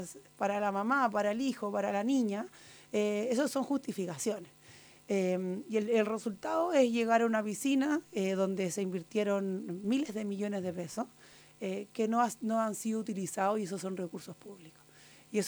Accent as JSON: {"language": "Spanish", "town": "San Felipe", "region": "Valparaíso", "country": "Chile", "tie": "born or raised there", "said": "Yo vengo de San Felipe, te diría de más adentro de Tierras Blancas"}